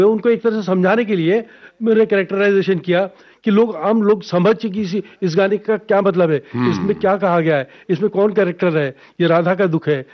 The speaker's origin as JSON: {"language": "Hindi", "town": "Jaipur", "region": "Rajasthan", "country": "India", "tie": "born or raised there", "said": "जयपुर मेरे लिए पूरा खुला मंच था"}